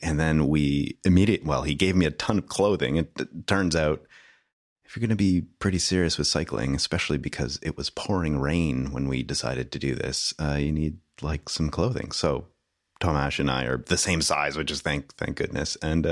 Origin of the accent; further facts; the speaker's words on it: Canada; As a Canadian